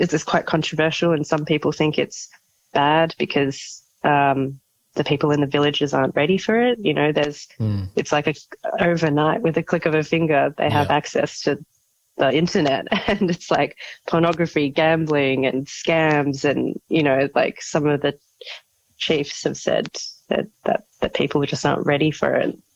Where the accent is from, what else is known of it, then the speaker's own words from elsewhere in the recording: Australia; moved away as an adult; now in Fiji; growing up in Australia